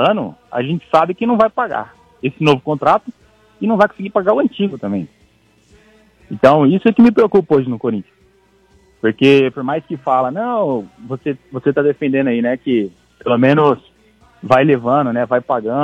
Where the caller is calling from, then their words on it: Osasco, São Paulo, Brazil; Aqui eu falo de Osasco, Vila Menque.